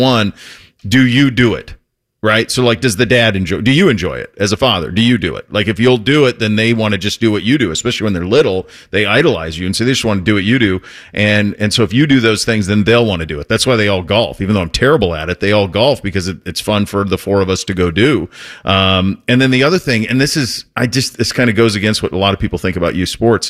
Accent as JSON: {"language": "English", "region": "Montana", "country": "United States", "tie": "born or raised there", "moved": "yes", "said": "I grew up in Montana."}